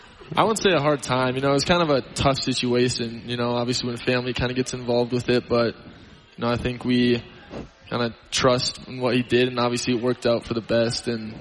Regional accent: Laramie, Wyoming, United States; also born or lived in Fargo; because I was born in Fargo, moved to Laramie. So I kind of say Laramie, but graduated from Bozeman.

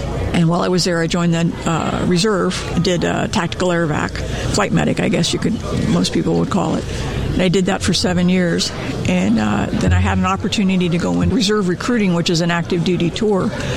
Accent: Washington, United States; moved away as an adult; also born or lived in Oregon; now in Ohio, United States; I was born in Oregon. Grew up in Washington, Western Washington, joined the Air Force right out of high school at the tail end of Vietnam in 73. Have not lived back there since.

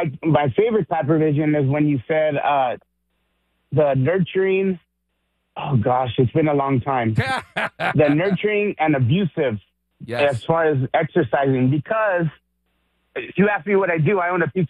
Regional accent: New Jersey, United States; I'm from Jersey.

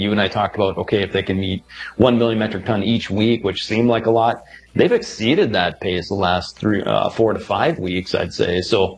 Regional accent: South Dakota, United States; So was my home state of South Dakota. And, you know, I'm in the northeast corner.

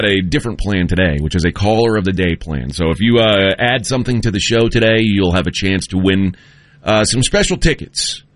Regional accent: Houston, Texas, United States; now in Central Texas, United States; I grew up in Houston

